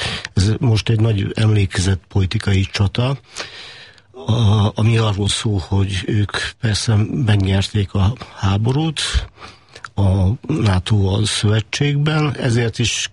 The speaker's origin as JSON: {"language": "Hungarian", "region": "Vojvodina", "country": "Serbia", "said": "vajdasági magyar származású vagyok"}